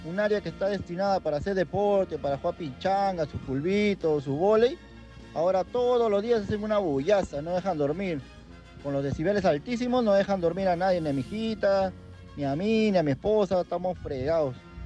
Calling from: Lima, Peru; yo vivo en Los Olivos

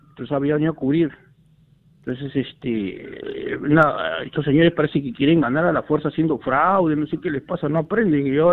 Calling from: San Luis, Lima, Peru; Acá, de San Luis

